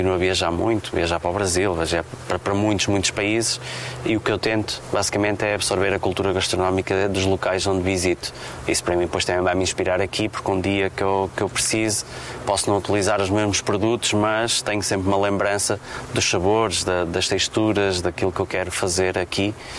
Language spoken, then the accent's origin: Portuguese; Porto, Norte, Portugal; moved away as an adult; now in Algarve, Portugal; eu sou do norte, eu nasci no Porto, que é completamente o inverso. Enquanto o Algarve é o sul, o norte é o Porto. Vivi, trabalhei lá, estudei lá. Isso tem um tipo de cultura já completamente inverso ao Algarve, mas nos últimos 10 anos como estou cá